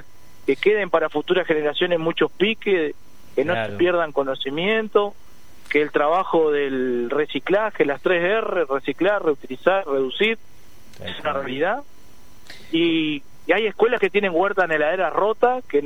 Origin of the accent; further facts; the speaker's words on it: Paso Antolín, Uruguay; yo soy de Antolín